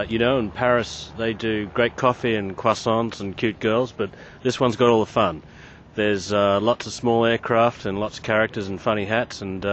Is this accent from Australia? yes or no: yes; Australia; it's a privilege for me, being an Australian, to come over here and see some of the American toys